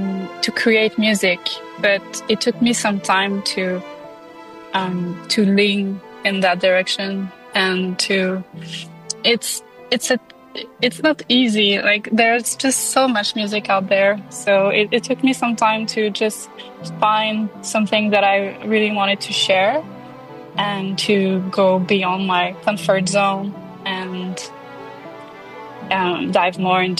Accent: Montreal, Quebec, Canada; I'm from Montreal, Canada, and I started learning music at 5 or 6.

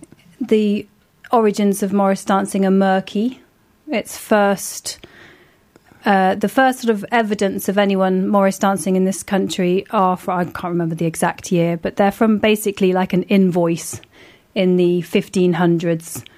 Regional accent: Bradford-on-Avon, South West England, United Kingdom; moved away as an adult; now in Frome, United Kingdom; I grew up nearby in Bradford-on-Avon, and I moved to Froome 7 years ago

